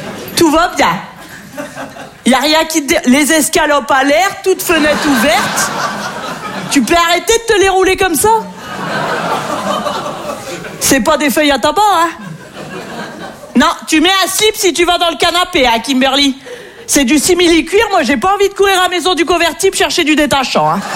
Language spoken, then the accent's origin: French; North, France; moi je viens du nord de la France, et c'est vrai qu'on est très gentils dans le nord.